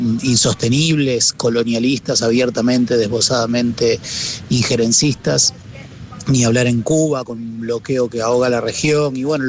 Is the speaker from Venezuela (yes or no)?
no; Argentina; estoy ahora en Colombia, soy argentino